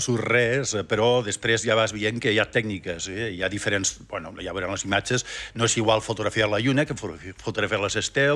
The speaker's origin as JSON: {"language": "Catalan", "town": "San Sebastián", "region": "Basque Country", "country": "Spain", "said": "jo soc basc."}